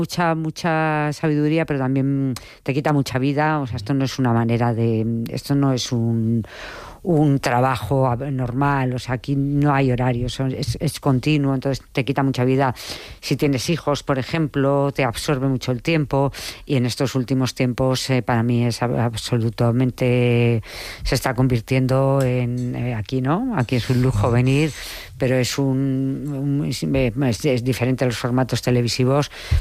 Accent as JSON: {"language": "Spanish", "town": "Madrid", "region": "Community of Madrid", "country": "Spain", "said": "yo que soy de Madrid, ese problema no lo tenías"}